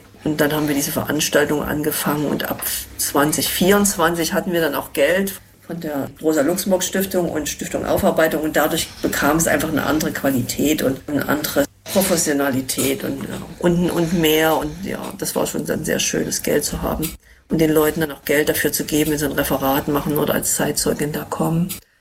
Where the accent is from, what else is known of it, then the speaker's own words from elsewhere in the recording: Leipzig, Saxony, Germany; moved away as an adult; now in Berlin, Germany; als ich nach Berlin gekommen bin aus Leipzig durchs Studium und auch durch familiäre Zusammenhänge und Probleme, war ich sehr viel sozusagen die einzige Ostdeutsche in so Gruppen.